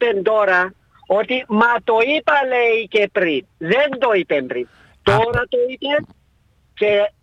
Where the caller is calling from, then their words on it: Lakatamia, Nicosia District, Cyprus; από την Λακατάμια